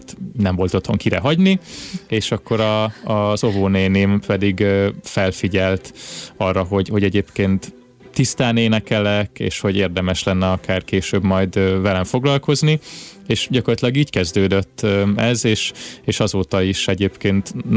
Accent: Nova, Zala, Hungary; Egy pici zalai faluban nőttem fel, Nován, ez egy 700 fős település

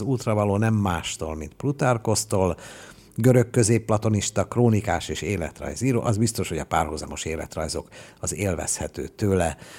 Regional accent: Budapest, Hungary; legalábbis nekem a Dohány utcai zsinagóga az mindig gyönyörű volt, én ott nőttem föl, mármint mellette.

